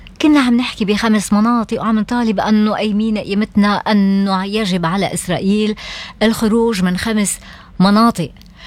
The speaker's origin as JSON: {"language": "Arabic", "country": "Lebanon", "said": "نحن نعرف بالنسبة لنا كلبنانيين"}